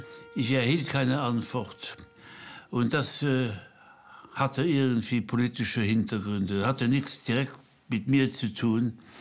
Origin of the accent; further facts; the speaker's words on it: Luxembourg; Ich bin ein Luxemburger Patriot. Meine Heimat ist Luxemburg. Ich bin kein Deutscher, ich bin kein Franzose, ich bin Luxemburger.